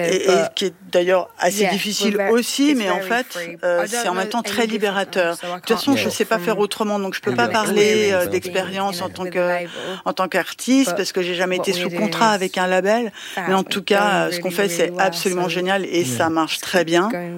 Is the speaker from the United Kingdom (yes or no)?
yes; Walsall, West Midlands, United Kingdom; Ouais, c'est là d'où je viens.